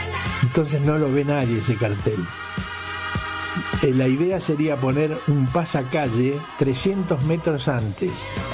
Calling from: Buenos Aires, Argentina; de Constitución.

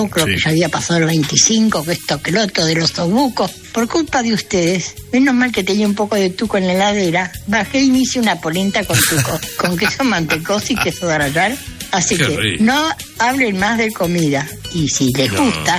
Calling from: Lanús, Buenos Aires Province, Argentina; Buen día, chicos. … de Lanús Oeste. Tengo 85 años.

